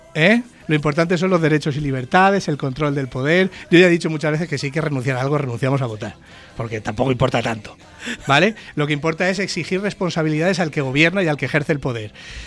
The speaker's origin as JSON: {"language": "Spanish", "country": "Spain", "said": "somos todos los españoles los que votamos"}